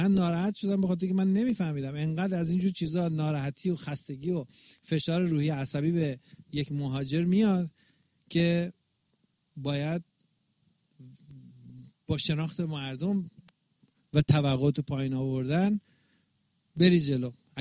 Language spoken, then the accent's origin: Persian; Iran; اونی که شما میرسی به یه کشوری که به عنوان یه ایرانی به عنوان یه میدل ایسترن